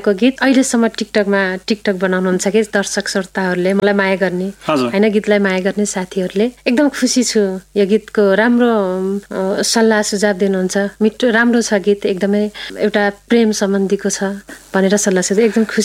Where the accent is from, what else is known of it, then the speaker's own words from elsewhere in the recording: Arghakhanchi, Lumbini Province, Nepal; born there; म चाहिँ अर्घाखाँची मालारानी गाउँपालिका बामरुक वार्ड नम्बर 7 बामरुकमा जन्मेको।